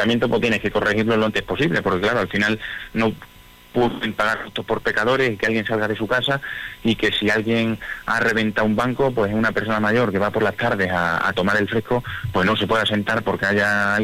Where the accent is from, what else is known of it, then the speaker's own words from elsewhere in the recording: Montijo, Extremadura, Spain; siendo alcalde de mi pueblo